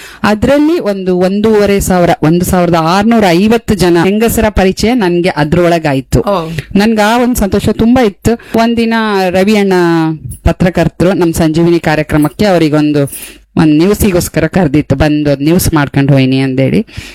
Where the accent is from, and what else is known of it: Raichur, Karnataka, India; born or raised there; now in Kota, India